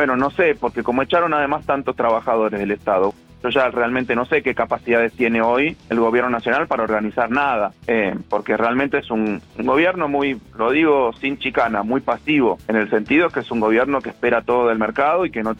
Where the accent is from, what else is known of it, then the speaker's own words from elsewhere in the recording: Argentina; No sé cómo funciona la cabeza de un austríaco, yo soy argentino.